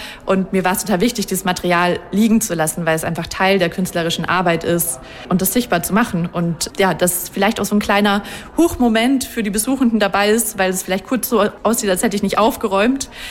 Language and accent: German; Ingolstadt, Bavaria, Germany; born there; moved away; ich bin in Ingolstadt geboren